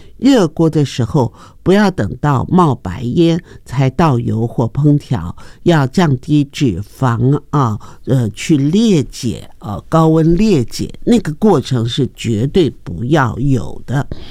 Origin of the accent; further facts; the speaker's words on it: Taiwan; 我们台湾人